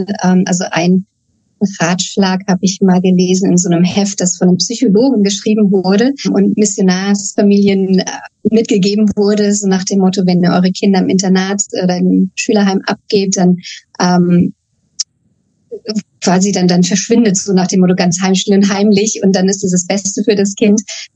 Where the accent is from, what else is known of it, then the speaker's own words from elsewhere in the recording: Germany; Und da sind wir als Deutsche deutlich eingeschränkter als unsere nordamerikanischen Kollegen und Kolleginnen.